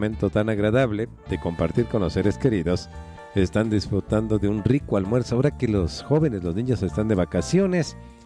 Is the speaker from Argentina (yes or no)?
no; Quito, Pichincha, Ecuador; nos identifica como quiteños